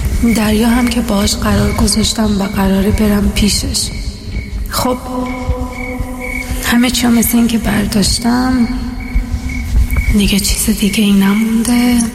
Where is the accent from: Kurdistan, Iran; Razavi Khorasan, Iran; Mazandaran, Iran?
Kurdistan, Iran; Saqqez; ببینی اینجا سقزه، زادگاه من و همشهریامه. کوچیک هست ولی پر از محبت و غیرته.